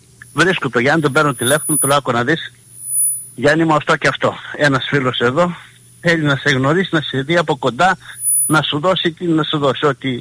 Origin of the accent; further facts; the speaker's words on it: Larissa, Thessaly, Greece; ναι, λέω από τη Λάρισα είμαι.